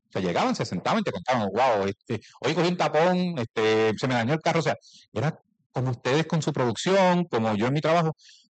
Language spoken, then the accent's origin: Spanish; Corozal, Puerto Rico; En mi pueblo, en Corozal, yo decía a los muchachos que habían las tres profesiones típicas, ¿verdad?